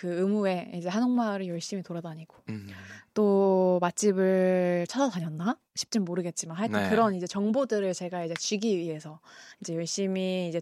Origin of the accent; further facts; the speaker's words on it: Jeonju, North Jeolla, South Korea; also born or lived in Jeongeup / Jangsu; 태어났다가 전주로 왔다가 뭐 장수 잠깐 갔다가 다시 전주로 나온 이 전북의 토박이로 이제 자라가지고요. 지금은 전주가 이제 제가 산 그 세월 중에서 가장 오랜 부분을 차지하면서 이제 살고 있는 지역입니다. 그래서 이제 전주에서 살고 있는데